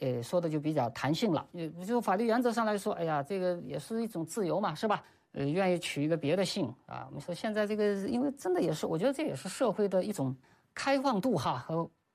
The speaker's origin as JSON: {"language": "Chinese", "country": "China"}